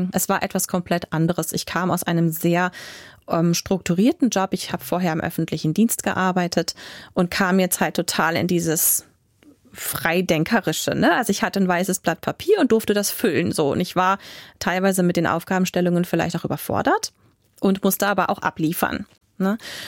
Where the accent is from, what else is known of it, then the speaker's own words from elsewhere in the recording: Rhineland, Germany; born there; moved away as an adult; also born or lived in Giessen, Hesse; Bin aus dem Rheinland nach Hessen gezogen.